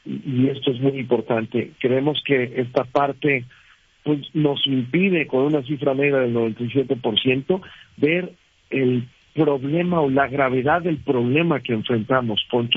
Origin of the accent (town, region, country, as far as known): Mexico